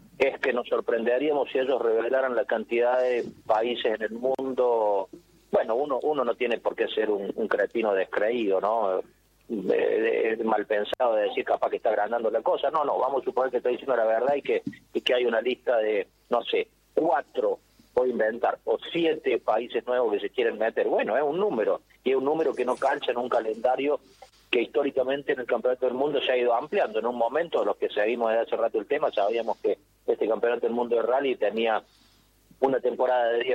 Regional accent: Córdoba, Argentina; número 2 como argentino, número 3 para más como cordobés, o sea, como ciudadano del lugar donde se habla mucho de eso, segunda ciudad de la Argentina y demás.

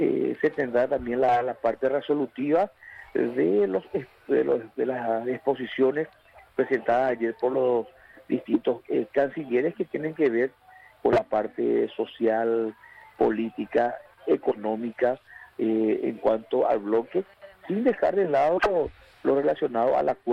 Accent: Paraguay; Y nosotros, como buen ciudadano paraguayo, estamos que conocemos el ambiente de fútbol

